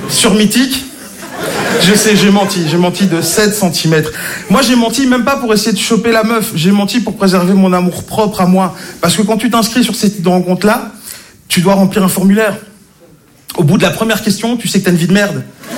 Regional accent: Belgium; Bonsoir Paris. Alors, je viens de Belgique.

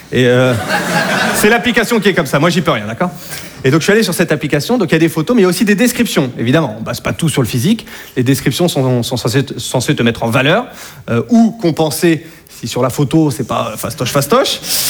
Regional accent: Hauts-de-France, France; moved away as an adult; now in Paris, France; chez moi, en Picardie

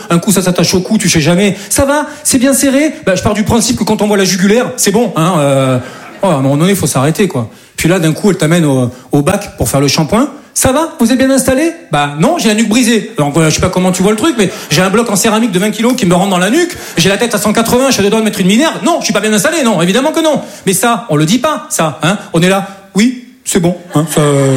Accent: Southern France, France; now in Paris, France; Je dis ça parce que moi, je viens du sud de la France. Et chez nous, c'est un peu plus tranquille, quoi. Et moi, voilà, je suis monté sur Paris, voilà, pour devenir comédien.

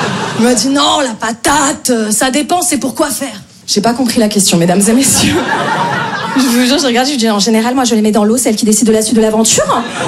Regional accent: Paris, Île-de-France, France; Je me présente … moi je viens de Paris

